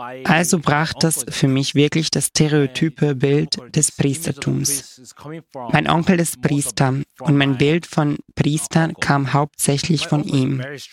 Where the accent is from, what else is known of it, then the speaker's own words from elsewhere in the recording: South Korea; moved away; also born or lived in Cheshire; Als Koreaner ist Latein sehr fern.